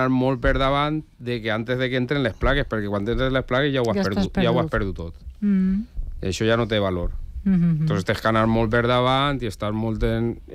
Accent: Meliana, Valencian Community, Spain; Jo que sóc de Meliana

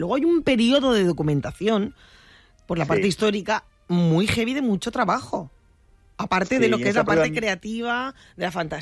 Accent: Onda, Valencian Community, Spain; que has estado en mi pueblo, con tu furgoneta y con todo. Yo, Onda.

